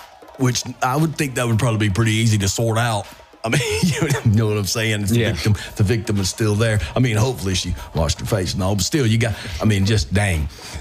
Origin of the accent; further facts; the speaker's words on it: Mississippi, United States; And I grew up in South Mississippi.